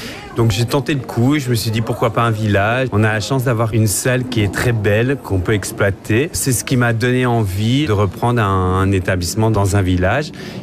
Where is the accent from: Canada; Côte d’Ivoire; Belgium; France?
Belgium; Mons, Wallonia; Moi, je viens de Mons.